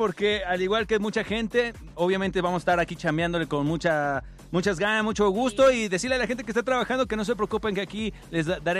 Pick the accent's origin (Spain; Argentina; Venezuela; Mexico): Mexico; somos locales, el equipo mexicano es local